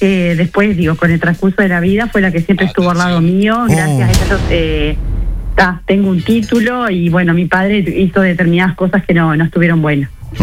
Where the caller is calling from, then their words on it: Mercedes, Argentina; Vivo en Mercedes, de la ciudad de Mercedes.